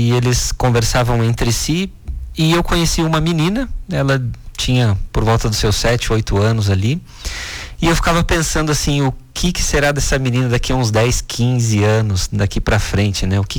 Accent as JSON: {"language": "Portuguese", "region": "São Paulo", "country": "Brazil", "tie": "born or raised there", "said": "Bom, eu sou natural de São Paulo"}